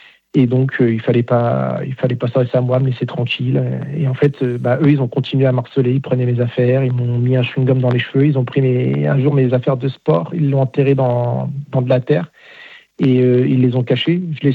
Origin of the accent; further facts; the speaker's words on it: Nanterre, Île-de-France, France; Donc, de base, moi, j'étais de Nanterre, j'étais dans une cité. Donc, je suis arrivé à Rueil-Malmaison. C'est pas du tout le même milieu et même contexte.